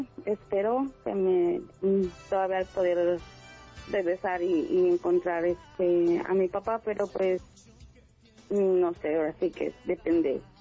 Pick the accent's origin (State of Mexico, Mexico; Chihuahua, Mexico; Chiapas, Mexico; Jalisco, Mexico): State of Mexico, Mexico; Atizapán; Del Estado de México.